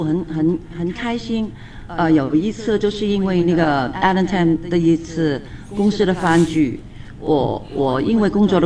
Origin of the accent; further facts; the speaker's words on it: Hong Kong; moved away as an adult; now in Singapore; ，我在过来新加坡之前